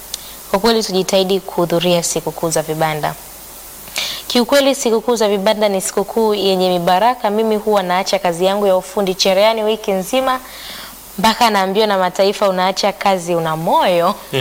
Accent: Manyara, Tanzania; Bwana ni mwema. … natokea Manyara.

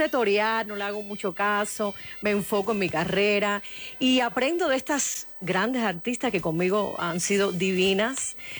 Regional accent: Havana, Cuba; empecé mi carrera a los 6 años en Cuba. Nací, me crié en La Habana, vengo de una familia musical.

